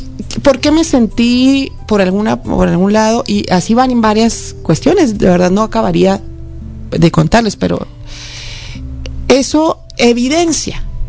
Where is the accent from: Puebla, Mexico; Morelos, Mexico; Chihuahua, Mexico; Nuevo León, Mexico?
Chihuahua, Mexico; Hidalgo del Parral; Soy una persona que sí nací en Parral, que sí conozco las necesidades de mi pueblo